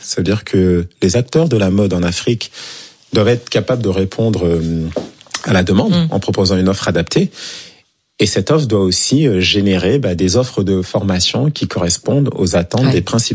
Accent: Paris, Île-de-France, France; born there; C'est vrai que moi, je suis né à Paris, donc voilà, j'ai fait une école de mode parisienne classique.

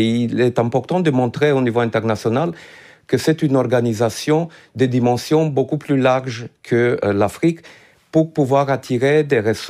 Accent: Romania; Moi, je viens d'un pays d'Europe de l'Est, donc qui a construit aussi une partie de sa culture sur le français.

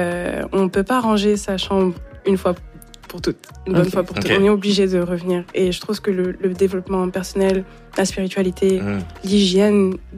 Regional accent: Brittany, France; En fait, quand j'étais petite, j'ai grandi en Bretagne.

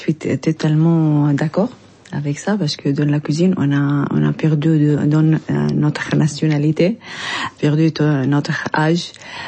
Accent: Lebanon; French is a second language; moved away as an adult; also born or lived in Syria; now in France; je suis libanaise

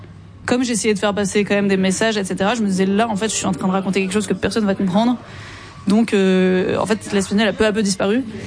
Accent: Marseille, Provence-Alpes-Côte d'Azur, France; oui, parce que moi je suis de Marseille à la base.

